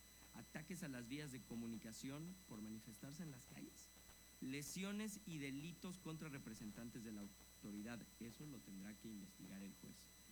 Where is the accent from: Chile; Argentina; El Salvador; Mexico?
Mexico; todos somos mexicanos, todos estamos en este mismo país